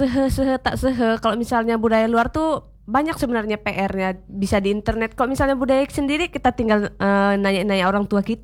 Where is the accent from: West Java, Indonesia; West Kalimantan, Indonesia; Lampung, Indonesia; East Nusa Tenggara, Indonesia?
West Kalimantan, Indonesia; saya kan Dayak Binangeh nih.